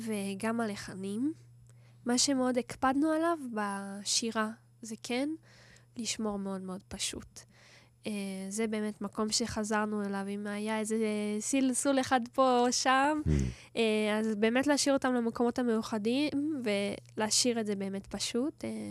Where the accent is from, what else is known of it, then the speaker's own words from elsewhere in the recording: Southern District, Israel; also born or lived in Nir Oz; אני גדלתי בפנימיית ביקורים, שהייתה בתחילת הדרך בקיבוץ מגן, ועכשיו היא בקיבוץ עין גדי.